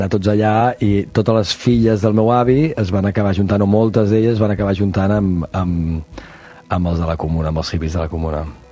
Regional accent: Verges, Catalonia, Spain; born or raised there

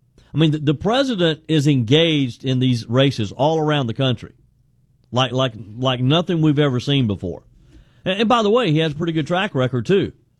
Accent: South Carolina, United States; one being my home state of South Carolina.

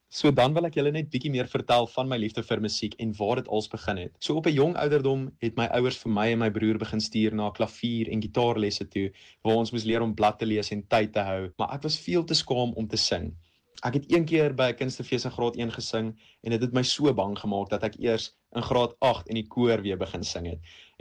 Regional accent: Witbank, Mpumalanga, South Africa; also born or lived in Pretoria; now in Cape Town, South Africa; Ek is oorspronklik van Witbank af. Ek was bietjie op skool gewees in Pretoria en ek is die laaste 4 jaar in die Kaap.

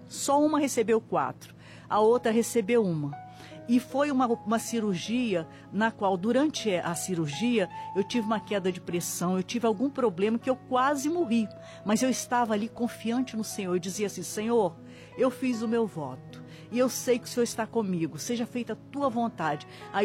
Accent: Espírito Santo, Brazil; born or raised there; now in São Paulo, Brazil

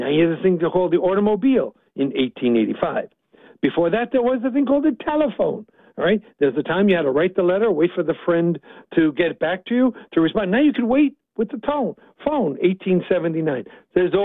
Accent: New York, United States; I'm from New York, so I can do this.

